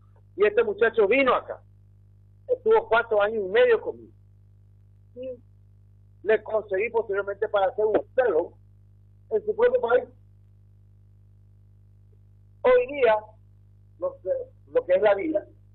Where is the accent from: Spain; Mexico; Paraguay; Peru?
Paraguay